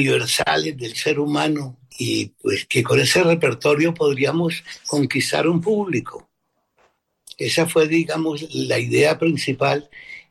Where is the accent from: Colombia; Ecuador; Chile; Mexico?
Colombia; moved away as an adult; also born or lived in Prague; qué íbamos a hacer regresando a Colombia